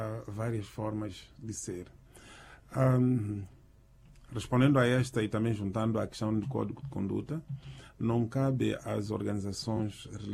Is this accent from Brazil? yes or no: no; Mozambique; Então, saímos lá encorajados que é possível nós, como moçambicanos, apesar das nossas diferenças, vivermos em paz.